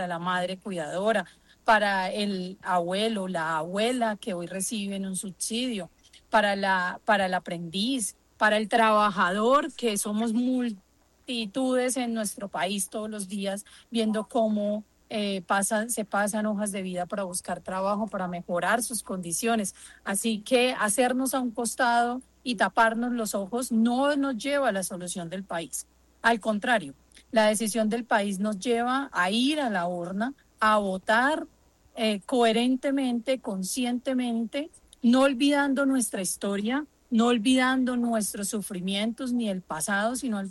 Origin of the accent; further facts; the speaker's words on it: Colombia; como colombianos y como colombianas